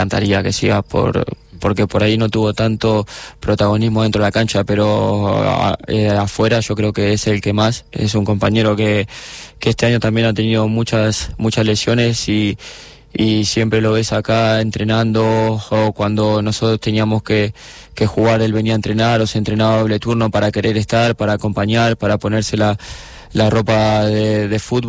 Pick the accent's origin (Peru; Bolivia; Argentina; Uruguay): Argentina; now in Vitoria, Spain; yo soy de Argentina